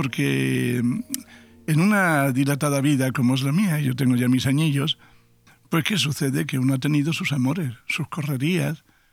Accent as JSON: {"language": "Spanish", "town": "Madrid", "region": "Community of Madrid", "country": "Spain", "tie": "born or raised there", "also_born_or_lived": "San Roque, Cádiz", "moved": "as an adult", "lives_now": "Benidorm, Spain", "said": "yo nací en San Roque, en Cádiz. Posteriormente, de chiquito, llegué a Madrid. Y allí he estado pues prácticamente toda mi vida, hasta que los 4 años que llevo viviendo aquí en Benidorm."}